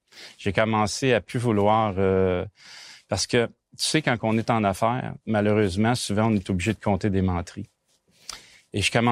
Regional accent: Laval, Quebec, Canada; Moi, je suis originaire de Laval. Je suis né à Fabreville. Et puis, j'ai vécu mon enfance dans ces coins-là. Mon école était près.

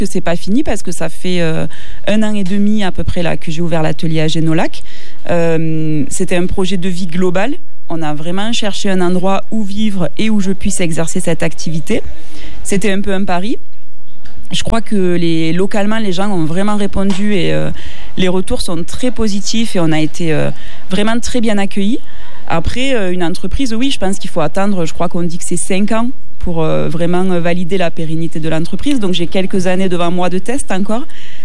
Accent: Occitanie, France; moved away; also born or lived in Aix / Paris; moi, je suis originaire de Saint-Laurent-des-Gouzes.

